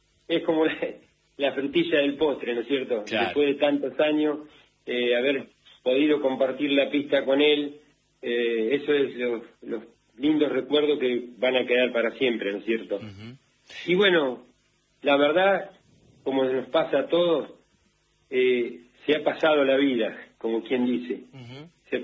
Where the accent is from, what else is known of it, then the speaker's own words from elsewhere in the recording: Benito Juárez, Buenos Aires Province, Argentina; born there; also born or lived in Necochea / Balcarce; yo nací en Necochea, una familia trabajadora, y a los 8 años a mi padre lo trasladan a Juárez, y bueno, y a un campamento de vialidad. Él trabajaba en vialidad. Mira. Y bueno, lo trasladan a Benito Juárez. Y ahí, bueno, siempre me gustó el campo